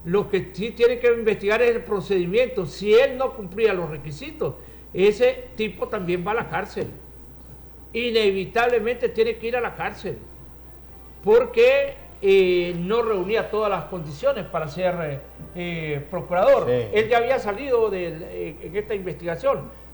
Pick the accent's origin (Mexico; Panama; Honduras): Honduras; como hondureños debemos de aplaudir